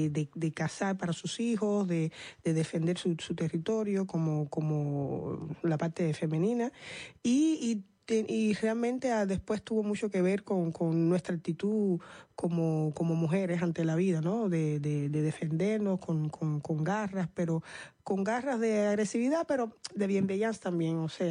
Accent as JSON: {"language": "Spanish", "country": "Cuba", "moved": "yes", "said": "Somos cubanas, por caribeñas, supuesto."}